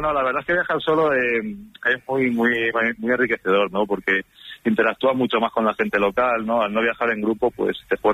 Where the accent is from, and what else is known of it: Zamora, Castile and León, Spain; now in Barcelona, Spain